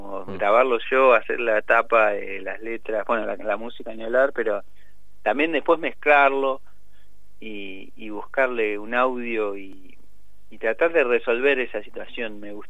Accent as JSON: {"language": "Spanish", "town": "Mar del Plata", "region": "Buenos Aires Province", "country": "Argentina", "said": "yo soy marplatense"}